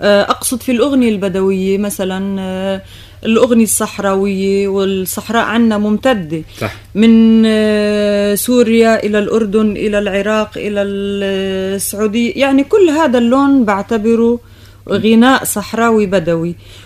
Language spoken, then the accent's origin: Arabic; Lebanon; فأنا بدأت أشعر أنه أنا لبنانية ومفروض أغني للبنان